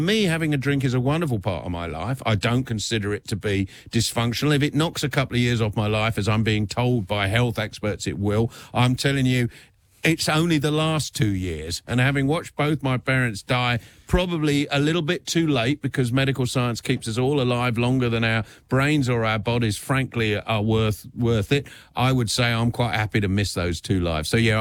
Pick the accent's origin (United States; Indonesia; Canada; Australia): Australia; I'm proud, as an Australian